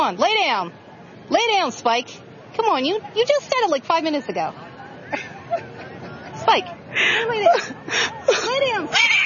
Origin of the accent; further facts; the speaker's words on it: Williamstown, New Jersey, United States; Williamstown, New Jersey.